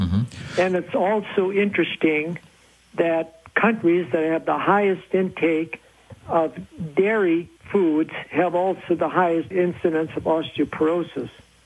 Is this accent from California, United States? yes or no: no; North Dakota, United States; I was born and raised in North Dakota.